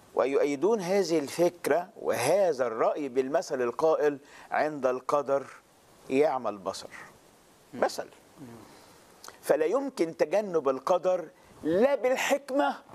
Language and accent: Arabic; Egypt; احنا كمصريين شعب متدين